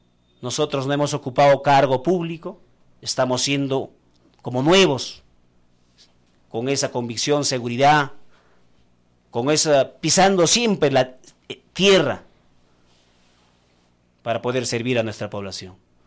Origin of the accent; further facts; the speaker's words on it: Ayacucho, Peru; tenía esa firmeza de servir a mi pueblo de Parinacochas.